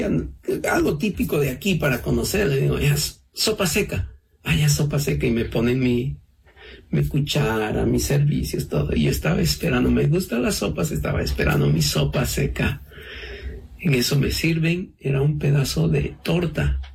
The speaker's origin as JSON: {"language": "Spanish", "country": "Peru", "said": "tenemos esa dificultad nosotros como peruanos"}